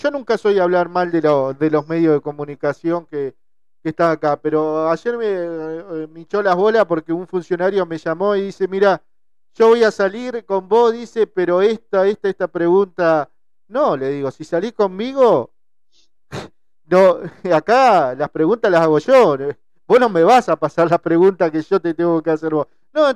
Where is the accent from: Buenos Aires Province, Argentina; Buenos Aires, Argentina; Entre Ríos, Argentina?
Entre Ríos, Argentina; Diamante; todos somos habitantes de Diamante